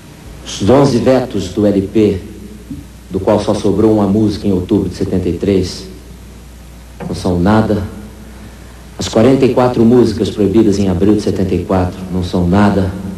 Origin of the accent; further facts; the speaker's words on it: Brazil; Não somos platinos, somos brasileiros